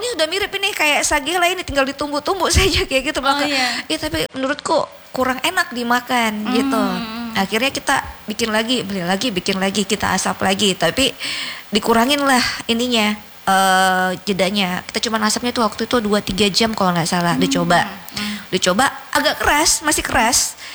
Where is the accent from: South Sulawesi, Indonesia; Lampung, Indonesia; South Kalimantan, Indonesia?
South Sulawesi, Indonesia; Iya, saya Bugis.